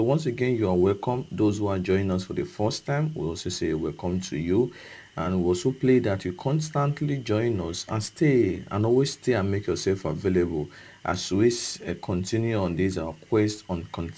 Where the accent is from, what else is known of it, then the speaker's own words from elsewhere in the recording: Okada, Edo, Nigeria; from Okada Town, Edo State, Nigeria